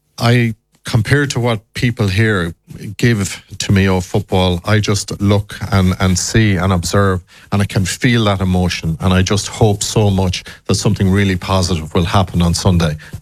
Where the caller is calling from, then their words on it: Ballina, Connacht, Ireland; Mayo is my home now, you know, and I've been here for nearly 30 years, and, you know, from the, you know, Belmullet right up to Ballina, my hometown